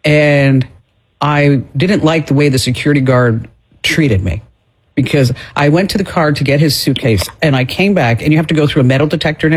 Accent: New Jersey, United States

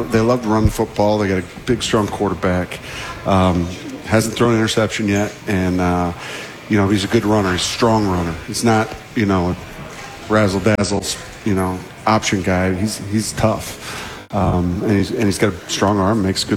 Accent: Indiana, United States; moved away; I grew up in Indiana.

